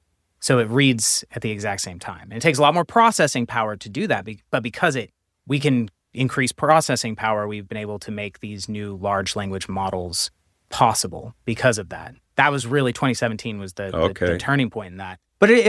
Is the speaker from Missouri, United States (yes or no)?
yes; Missouri, United States; my home state and my hometown